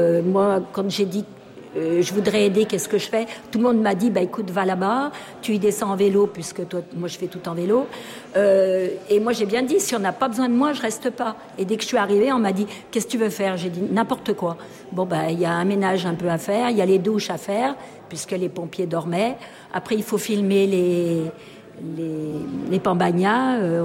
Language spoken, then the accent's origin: French; Jonchères, Auvergne-Rhône-Alpes, France; je viens de Jonchère.